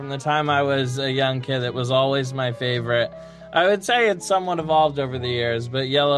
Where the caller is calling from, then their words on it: Newark, New Jersey, United States; I'm currently calling from Newark, New Jersey, in my office at work.